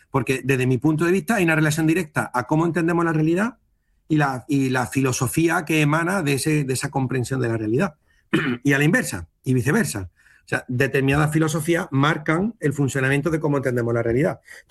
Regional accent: Lucena, Andalusia, Spain; Yo, que soy de Lucena, como he mencionado antes, que era una ciudad profundamente judía

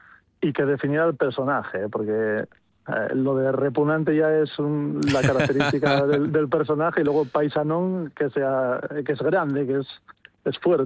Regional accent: Mieres, Asturias, Spain; yo que soy de Mieres, pues más asturiano que un minero de Mieres, pocas cosas hay.

